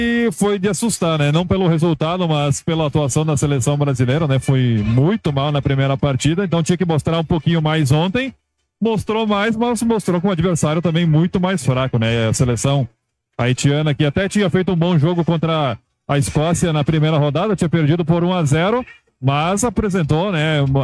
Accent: Brazil; Eu, como bom brasileiro

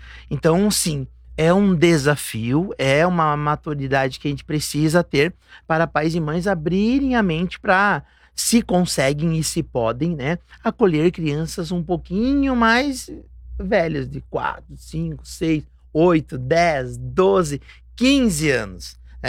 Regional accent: Veranópolis, Rio Grande do Sul, Brazil; Morávamos em São Paulo na época, a gente estava estudando e trabalhando por lá, nós somos aqui de Veranópolis, né?

